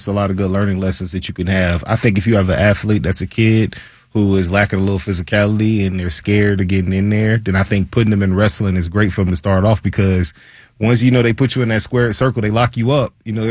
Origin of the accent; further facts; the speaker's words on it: Florida, United States; I grew up in Central Florida